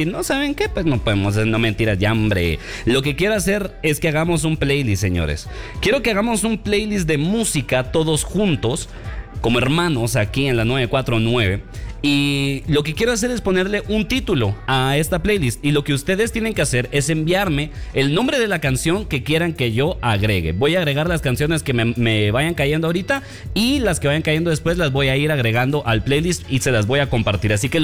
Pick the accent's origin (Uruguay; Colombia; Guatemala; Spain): Guatemala; Hoy soy más guatemalteco que tortilla con chicharrón de bolsa. O sea, hoy eso es lo que soy. Eso es lo que somos.